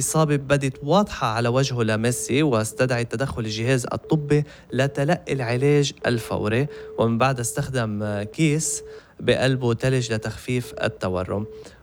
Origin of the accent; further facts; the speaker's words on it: South Lebanon, Lebanon; أنا من جنوب لبنان.